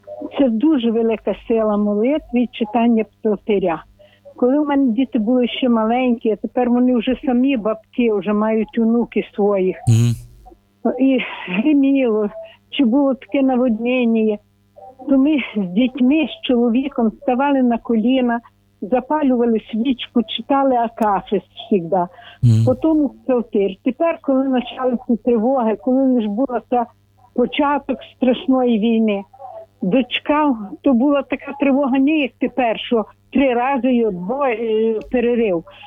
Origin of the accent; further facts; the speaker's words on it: Chernivtsi, Chernivtsi Oblast, Ukraine; Тут були люди-переселенці у нас, бо ми з Чернівців, Західна Україна.